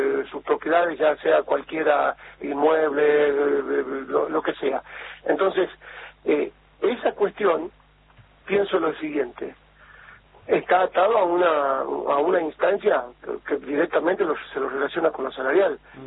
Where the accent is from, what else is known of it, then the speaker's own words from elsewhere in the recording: La Rioja, Argentina; Por eso mismo, porque no tenemos los riojanos, hablo como riojano, digamos, por eso digo no tenemos